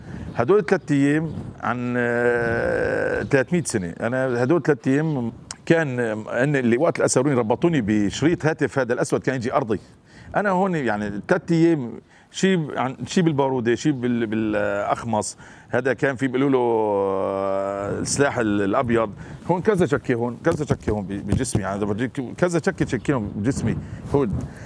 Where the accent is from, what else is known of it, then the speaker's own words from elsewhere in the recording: Aleppo, Aleppo Governorate, Syria; أنا من صلاح الدين